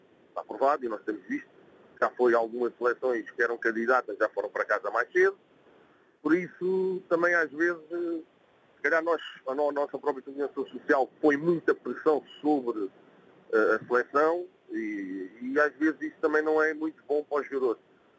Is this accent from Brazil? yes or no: no; Portugal; como somos a cauda da Europa e somos os tais portugueses que, para muitos, até dizem que a gente somos espanhóis, não reconhecem Portugal